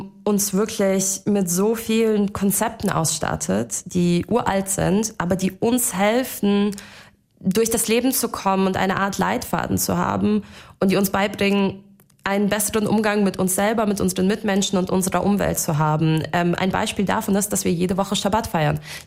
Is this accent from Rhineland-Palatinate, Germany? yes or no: no; Baden-Baden, Baden-Württemberg, Germany; Meine Heimatgemeinde in Baden-Baden, damit verbinde ich vor allem die Erinnerung.